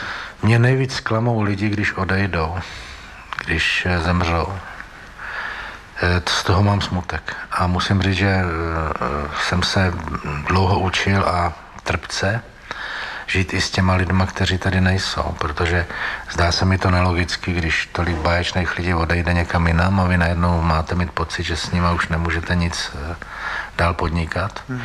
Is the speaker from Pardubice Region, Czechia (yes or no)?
yes; Holice, Pardubice Region, Czechia; Já jsem se narodil v Holicích v Čechách